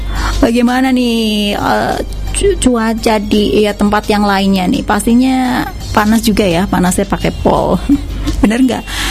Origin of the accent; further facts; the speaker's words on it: Cilacap, Central Java, Indonesia; born there; now in Indramayu, Indonesia; mah aslinya orang Jawa Tengah, Cilacap. Tapi sudah lama tinggal di Indramayu, Jawa Barat ini. Sudah lama, KTP-nya juga udah KTP Indramayu.